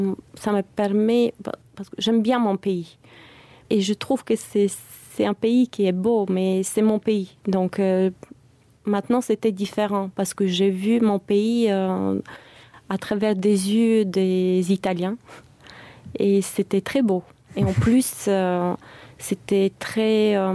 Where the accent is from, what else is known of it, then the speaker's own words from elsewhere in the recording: Bulgaria; also born or lived in Peru / Germany; now in Luxembourg; je viens de la Bulgarie